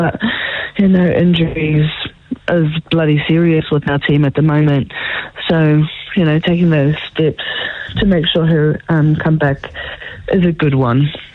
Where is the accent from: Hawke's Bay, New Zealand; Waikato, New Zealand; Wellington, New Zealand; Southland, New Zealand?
Waikato, New Zealand; Hamilton; to debut as a warrior in my hometown.